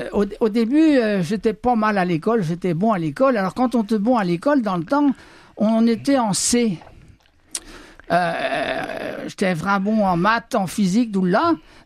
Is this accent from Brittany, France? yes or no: yes; Saint-Gilles-du-Mené, Brittany, France; je suis né natif à Saint-Gilles-du-Menay.